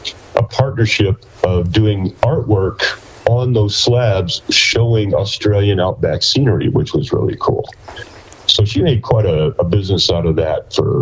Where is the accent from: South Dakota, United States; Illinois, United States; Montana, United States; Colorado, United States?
Illinois, United States; Beardstown; Well, we were both originally born and raised in Illinois. It turns out we were only about a half hour apart along the Illinois River. I was born in a town called Beardstown